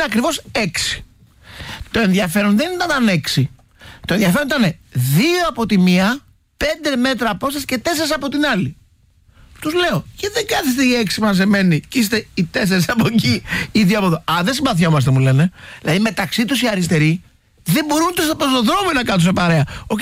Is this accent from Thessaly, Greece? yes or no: no; Kastoria, Western Macedonia, Greece; εγώ είμαι από την Καστοριά. Ο πατέρα μου, η καταγωγή, τη λέω από το Αμίντιο, από το Αμίντιο γεννήθηκε, αλλά η καταγωγή των γονιών ήταν από την Κλεισούρα